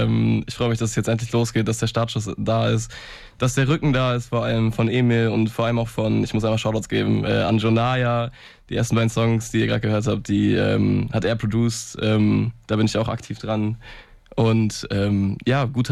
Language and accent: German; Paderborn, North Rhine-Westphalia, Germany; ich bin 23. Ich komme aus Paderborn